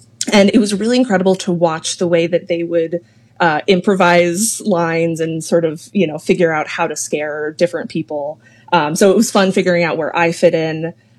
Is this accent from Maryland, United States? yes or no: yes; Montgomery County, Maryland, United States; I grew up in Montgomery County